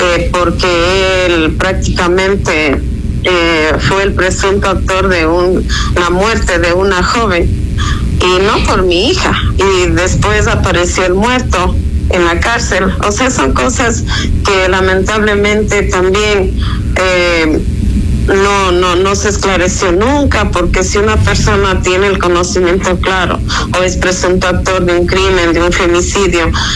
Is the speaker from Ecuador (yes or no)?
yes; Ecuador; no hay garantías para nosotros como ecuatorianos.